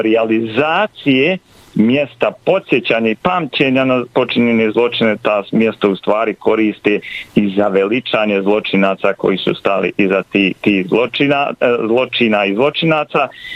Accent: Višegrad, Republika Srpska, Bosnia & Herzegovina; Ja sam konkretno iz Višegrada, ja danas idem u Višegrad

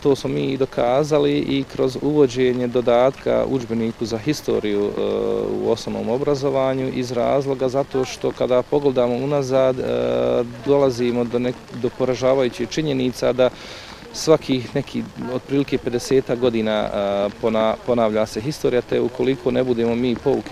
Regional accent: Vlasenica, Republika Srpska, Bosnia & Herzegovina; Ja lično ne mogu kazati da me ne drže emocije, obzirom da potičem iz Vlasenice.

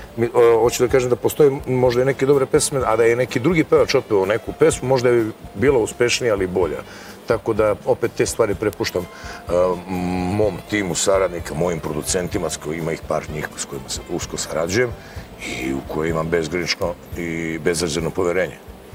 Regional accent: Zubin Potok, Mitrovica District, Kosovo; Rekao sam da sam rodom iz Zubinog Potoka, nisam raseljen u lice, nisam izbjeglica, roditelji mi još uvijek žive dole.

